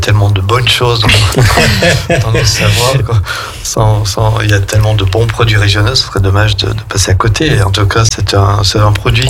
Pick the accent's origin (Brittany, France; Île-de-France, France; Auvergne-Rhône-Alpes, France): Auvergne-Rhône-Alpes, France; chez nous, on connaît bien, quand je dis chez nous, je veux dire en Savoie, dans notre région, parce que je suis savoyard.